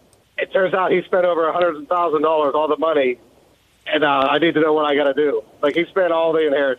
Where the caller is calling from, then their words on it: Garden City, United States; I'm calling from Garden City.